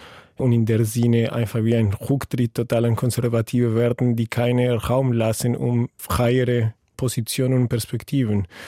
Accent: Colombia; German is a second language; das ist tatsächlich auch, wo ich herkomme, Wandbilder und Muralismus in Kolumbien hat eine riesige Rolle gespielt.

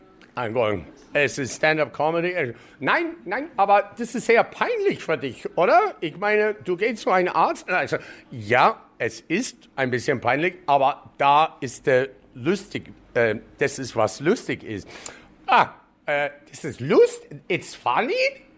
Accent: Canada; German is a second language; now in Munich, Germany; Wenn ich hier gekommen in 1990, der war kein Platz, als ein Kanadier auf der Bühne zu stehen

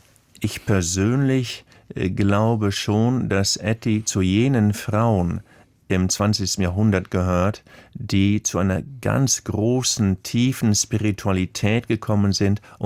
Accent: Germany; Dass ich als Deutscher mir unserer Geschichte bewusst bin.

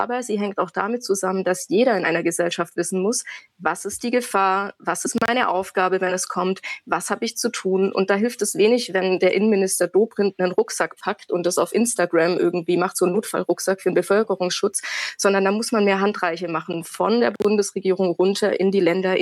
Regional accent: Baden-Württemberg, Germany

